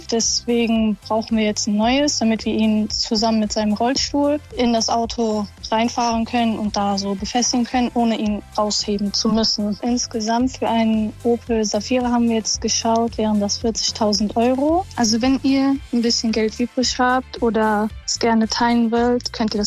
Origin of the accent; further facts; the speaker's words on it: Stolberg, North Rhine-Westphalia, Germany; ich komme aus Stolberg